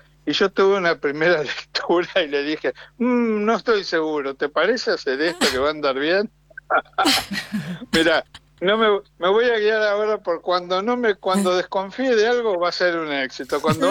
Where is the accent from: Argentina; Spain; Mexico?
Argentina; Buenos Aires; de Argentina, de Buenos Aires, la ciudad que más teatro tiene en el mundo, más que Londres y que Nueva York.